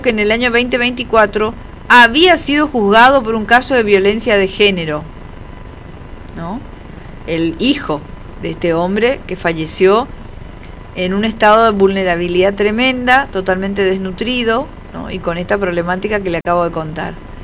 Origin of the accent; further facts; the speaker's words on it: Argentina; así somos los argentinos